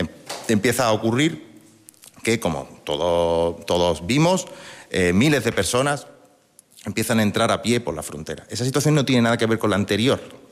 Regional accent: Ceuta, Spain; Mire, aparte de representante del gobierno de Ceuta, soy ceutí y soy perfectamente consciente de esa inquietud

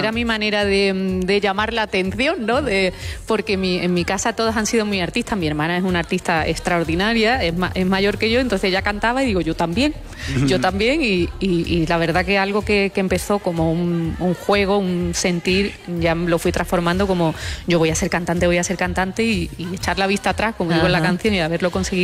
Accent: Andalusia, Spain; además yo soy andaluza y cuando aprieto el acento, pero...

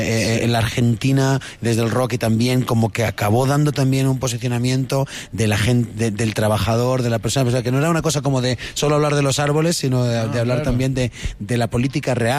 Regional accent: Spain; O sea, nosotros, como españoles, fíjate como españoles

